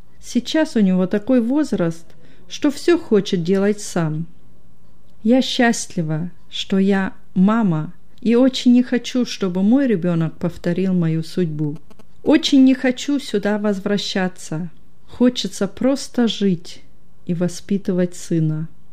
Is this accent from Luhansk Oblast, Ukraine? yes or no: no; Selydove, Donetsk Oblast, Ukraine